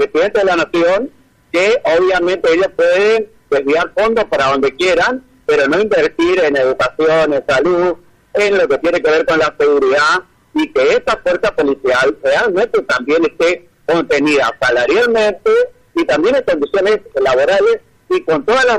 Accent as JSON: {"language": "Spanish", "region": "Chaco", "country": "Argentina", "said": "tenemos la aspiración de que algún día nuestra provincia deje de ser pobre y que sea una provincia de oportunidades"}